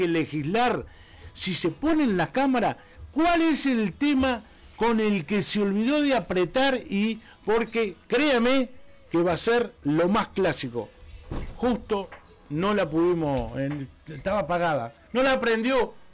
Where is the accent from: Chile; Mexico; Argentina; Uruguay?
Uruguay; Somos uruguayos, doctor.